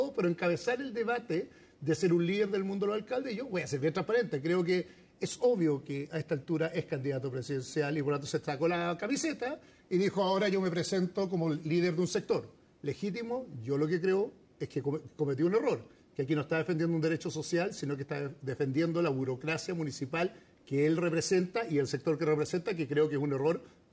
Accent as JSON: {"language": "Spanish", "town": "Las Condes", "region": "Santiago Metropolitan Region", "country": "Chile", "tie": "born or raised there", "said": "Yo me crié en Las Condes, en la Colón 9000."}